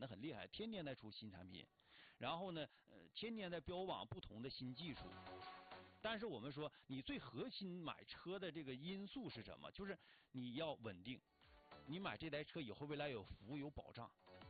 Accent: Northeast China, China; 咱们东北人

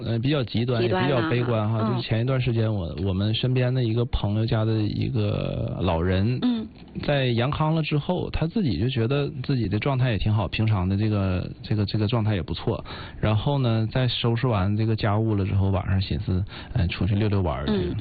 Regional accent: Northeast China, China; 就是属于这个咱们东北话讲就淹死会水的嘛

